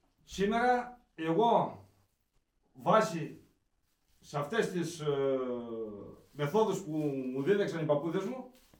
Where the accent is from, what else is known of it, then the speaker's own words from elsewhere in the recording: Azoros, Thessaly, Greece; born there; Από εδώ ξεκίνησε ο Άζωρος, που είναι το χωριό μου